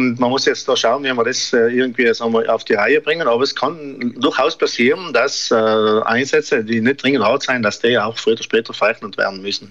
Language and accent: German; Trentino-Alto Adige, Italy; Zum Glück bei uns in Südtirol, also in einem geringeren Ausmaß.